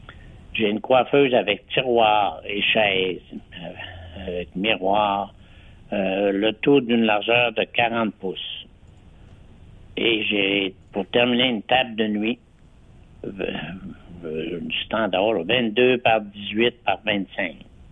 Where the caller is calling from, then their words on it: Jonquière, Quebec, Canada; moi j'appelle de Jonquière.